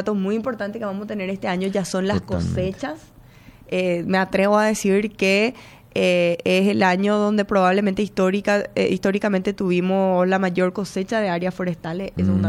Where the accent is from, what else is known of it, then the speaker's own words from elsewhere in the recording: Paraguay; como paraguaya, para mí es un tremendo orgullo